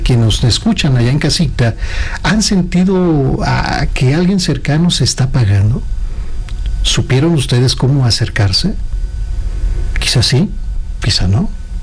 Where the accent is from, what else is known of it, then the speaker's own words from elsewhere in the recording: Mexico; Muchas veces aquí en México decimos, somos mexicanos